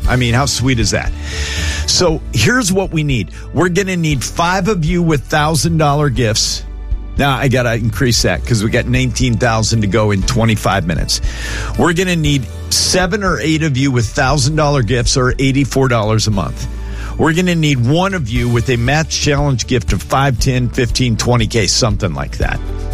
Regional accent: Homer, Alaska, United States; born there; Lucinda, I was born in Homer, Alaska.

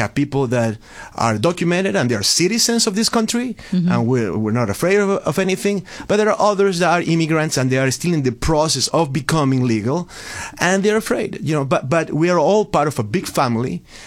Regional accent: Venezuela; also born or lived in New England / Boston; now in Pittsburgh, United States; I am originally from Venezuela, and my wife and I were in New England, in the New England area, Rhode Island, Connecticut, Massachusetts. We were there for about 10, 12 years.

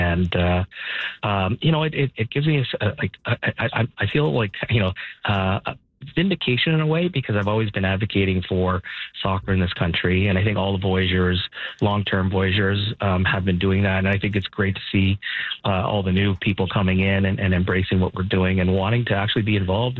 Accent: Ottawa, Ontario, Canada; now in Vancouver, Canada; I'm from Ottawa, and I don't want to go to LA. I want to stay here in Vancouver.

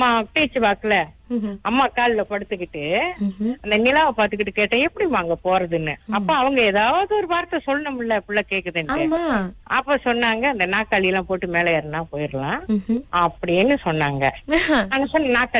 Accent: Kuala Lumpur, Malaysia; நான் பிறந்த ஊர் வந்து கோலாலம்பூர் தான். எடிம்ப்ரோ தோட்டம்னு ஒரு தோட்டத்துல பிறந்தேன். 6 வயது வரைக்கும் அந்த ஸ்கூல்ல அங்கதான் இருந்தோம். அதற்கப்புறம் பட்டணத்துக்கு வந்துட்டோம். ஆனா நான் படிச்சதுலாம் எடிம்ப்ரோ தமிழ் பள்ளி.

